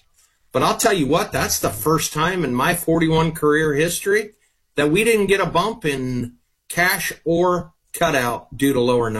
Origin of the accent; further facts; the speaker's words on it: Iowa, United States; You know, I went to my hometown grocer here in Eastern Iowa.